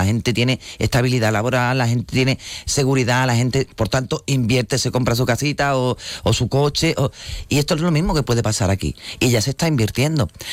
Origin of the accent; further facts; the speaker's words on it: Spain; Somos españoles para todo, para lo bueno y para lo malo